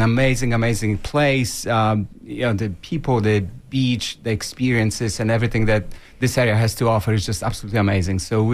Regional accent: Podlaskie Voivodeship, Poland; English is a second language; now in United States; I grew up in Poland, and I moved to U.S. in 1994.

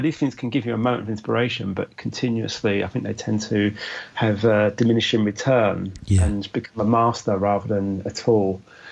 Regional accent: London, United Kingdom; I grew up in London, and that's what I know. I know East London, yes. West London, Central London, South London.

